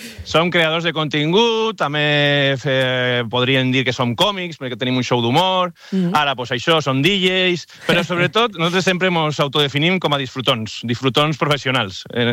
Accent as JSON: {"language": "Catalan", "town": "Alboraia", "region": "Valencian Community", "country": "Spain", "said": "jo sóc xofero d'Alboraia."}